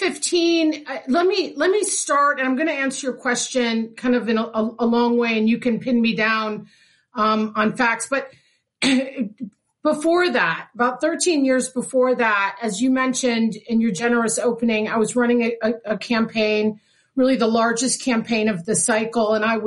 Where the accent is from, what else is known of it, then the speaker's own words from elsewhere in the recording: Chicago, Illinois, United States; moved away; also born or lived in Hinsdale; I'm from Chicago. Parents and grandparents and aunts all lived in South Side. I was born in Hinsdale.